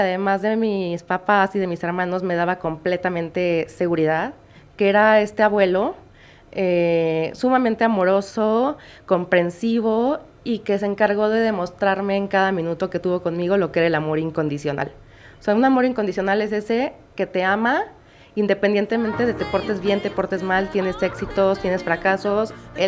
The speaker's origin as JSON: {"language": "Spanish", "region": "Mexico City", "country": "Mexico", "tie": "born there", "said": "Nací aquí en Ciudad de México. Mi familia siempre ha sido, pues en realidad, muy unida. Mi papá es abogado, mi mamá es ingeniera, una familia tradicional mexicana, ¿no?"}